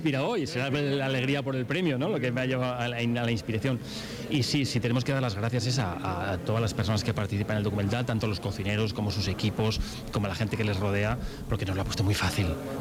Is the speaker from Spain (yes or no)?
yes; Pamplona, Navarre, Spain; Yo navarro, de Pamplona, nada más.